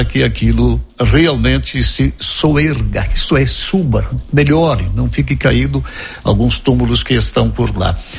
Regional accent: Marau, Rio Grande do Sul, Brazil; Porque se Marau fosse um país, eu sempre digo, de onde é que você vem? Do meu país, que é Marau. Aonde é que fica isso? Incrustado no Rio Grande do Sul. E aí eles dizem, mas aonde? Conhece Passo Fundo? Eu digo, Marau. Sim, Passo Fundo fica perto de Marau, né? Então os caras dizem, ah, é ali pertinho e tal. Este é o meu município

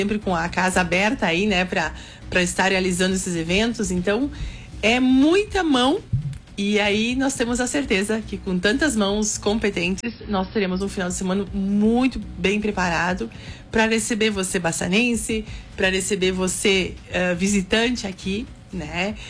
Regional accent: Rio Grande do Sul, Brazil; somos gaúchos

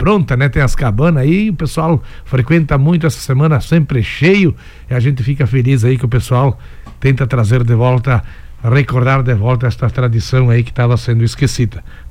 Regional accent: Rio Grande do Sul, Brazil; nós que somos do Rio Grande do Sul aí

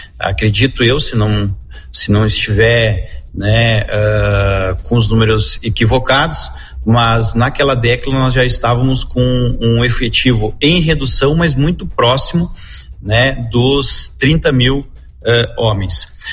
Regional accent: Passo Fundo, Rio Grande do Sul, Brazil; moved away as an adult; muito feliz por retornar à minha cidade natal

